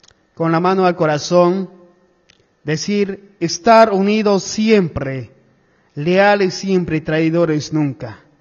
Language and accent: Spanish; Bolivia; como pueblo boliviano, con esa lealtad, con ese entusiasmo, la unidad como un solo pueblo